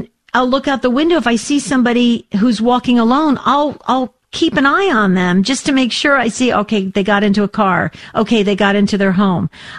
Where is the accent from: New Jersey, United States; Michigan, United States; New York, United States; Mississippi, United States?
New Jersey, United States; And maybe it's because I was raised in New Jersey and we were actually taught, you know, be really careful because, you know, New Jersey's like a can of sardines.